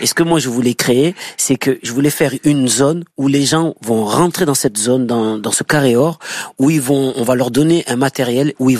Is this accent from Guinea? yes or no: no; Marseille, Provence-Alpes-Côte d'Azur, France; mes quartiers nord, là où j'ai grandi